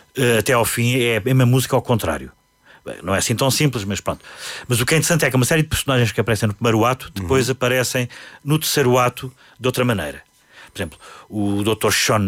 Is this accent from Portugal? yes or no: yes; Lisbon, Portugal; born there; mas nasci em Lisboa, mas não sou um lisboeta típico, como outros, não é?